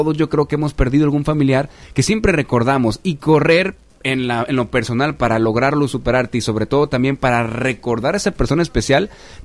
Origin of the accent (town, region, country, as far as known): Mexico